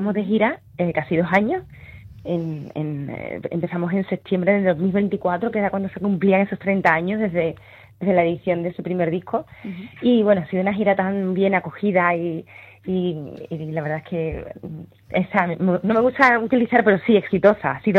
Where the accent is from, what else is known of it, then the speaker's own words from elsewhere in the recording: Seville, Andalusia, Spain; y en Sevilla, concretamente mi tierra, pues se me ha visto pues desde que era una niña, ¿no?